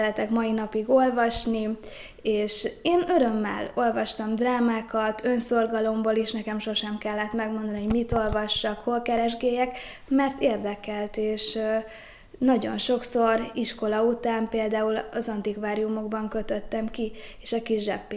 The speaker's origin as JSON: {"language": "Hungarian", "town": "Debrecen", "region": "Hajdú-Bihar", "country": "Hungary", "tie": "born or raised there", "moved": "as an adult", "said": "A gyermekkorom kiinduló pontja Debrecenben kezdődött, debreceni lány vagyok. Ott egy katolikus iskolában jártam, a Svetícsben, ami megacélozta az én hitemet"}